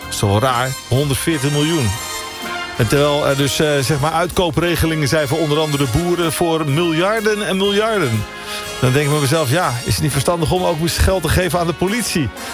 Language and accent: Dutch; 't Harde, Gelderland, Netherlands; Maar goed, tot zover mijn omgeving, waar ik vandaan kom, het harde.